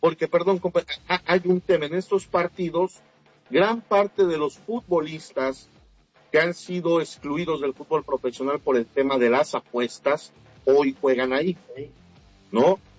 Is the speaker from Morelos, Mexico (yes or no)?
yes; Morelos, Mexico; moved away; una copa que se juega allá en mi estado, la Copa Morelos